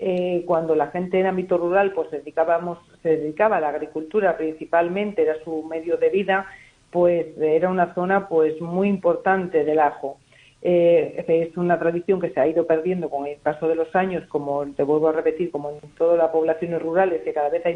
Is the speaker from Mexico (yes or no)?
no; San Miguel de las Dueñas, Castile and León, Spain; vengo a invitaros a todos a mi pueblo, a San Miguel de las Dueñas